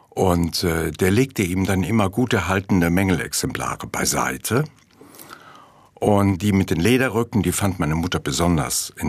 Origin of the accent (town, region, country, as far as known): Mayen, Rhineland-Palatinate, Germany; born or raised there